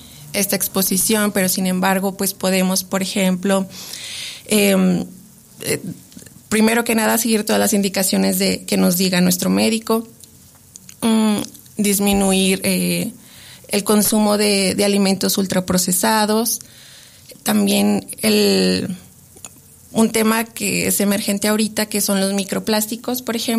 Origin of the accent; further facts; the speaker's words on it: Mexico; como mexicanos y mexicanas, pues tenemos muy arraigado el...